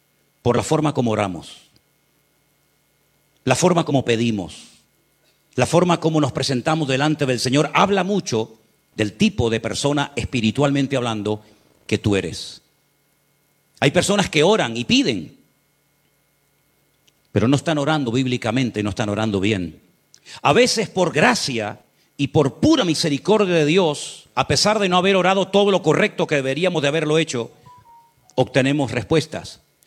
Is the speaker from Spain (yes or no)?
yes; Canary Islands, Spain; como decimos en Canarias